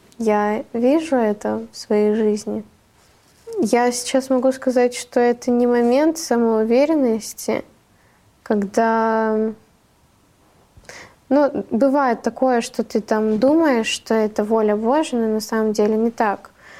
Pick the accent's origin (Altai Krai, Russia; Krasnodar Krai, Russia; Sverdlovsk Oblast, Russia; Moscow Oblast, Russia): Krasnodar Krai, Russia; Gelendzhik; Одна песня … — это … мой родной город.